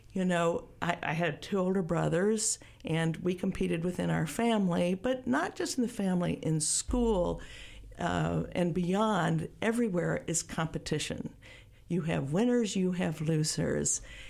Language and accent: English; Texas, United States; I was born in the Texas Panhandle to a family that really sounds cliche.